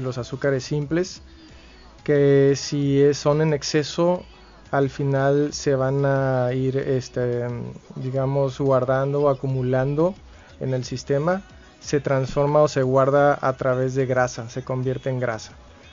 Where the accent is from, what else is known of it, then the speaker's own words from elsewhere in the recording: Mexico; somos mexicanos